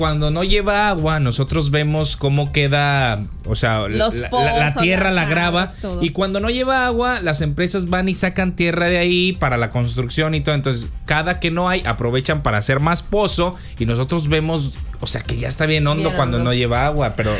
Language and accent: Spanish; Villa Juárez, Mexico; que yo soy de Villajuárez, que pasa el río por ahí, la gente de Villajuárez no se mete.